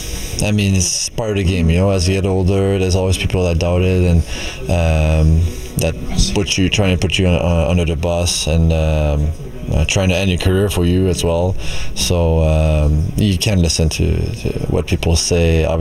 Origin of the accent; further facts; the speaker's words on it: Quebec, Canada; de jouer deux premières lignes à Montréal, puis spécialement en tant que Québécois pour moi personnellement